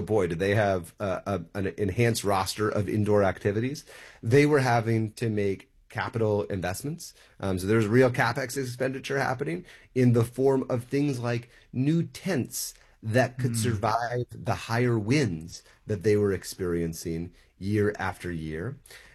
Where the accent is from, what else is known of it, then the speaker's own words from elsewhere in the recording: New York City, New York, United States; I'm a born and bred New Yorker